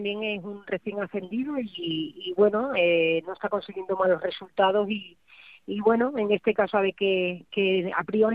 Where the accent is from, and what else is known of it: Badajoz, Extremadura, Spain